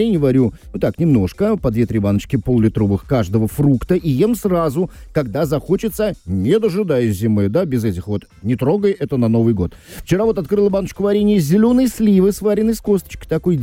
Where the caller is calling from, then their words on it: Novosibirsk Oblast, Russia; Я из Новосибирской области. Замариновали 90 банок опят.